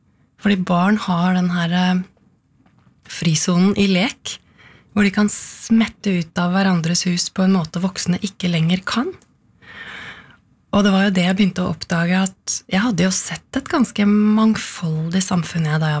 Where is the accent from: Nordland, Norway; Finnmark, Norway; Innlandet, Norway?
Innlandet, Norway; Koppang; Ja, jeg har vokst opp på Koppang i Stor-Elvdal kommune. Og det ligger midt mellom, hva skal jeg si da? Midt mellom Elverum og Tynset, i Midt-Østerdalen. Der Glomma renner gjennom